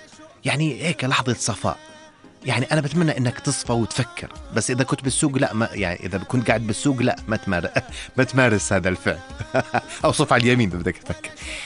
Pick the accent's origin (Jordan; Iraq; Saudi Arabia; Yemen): Jordan; accent: Jordanian; بلهجتنا الأردنية